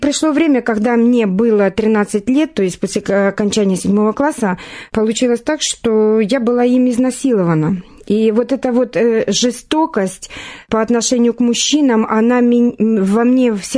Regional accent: Mykolaiv Oblast, Ukraine; accent: soft Ukrainian speech; Я родилась в Николаевской области, ближе к Пододесской

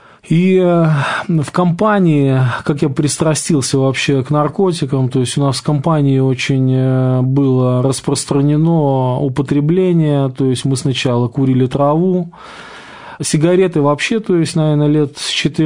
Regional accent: Smolensk, Smolensk Oblast, Russia; я сам родом со Смоленска. Улица такая Автозаводская, меня там многие знают.

